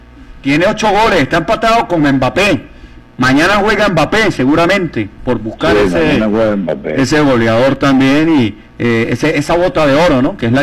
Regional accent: Venezuela; Para nosotros como venezolanos.

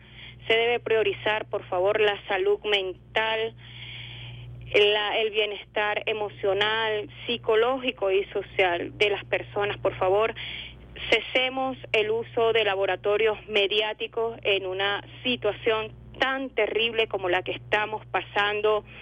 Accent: Venezuela; todos somos venezolanos

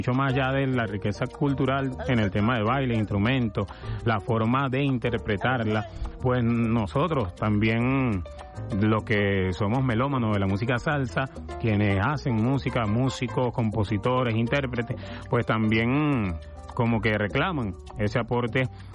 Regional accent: Venezuela; nosotros también hicimos lo propio como venezolanos y venezolanas.

